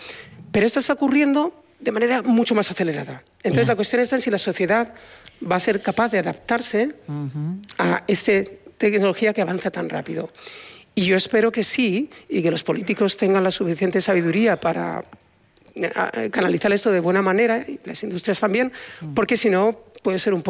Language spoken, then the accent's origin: Spanish; Spain; Yo soy español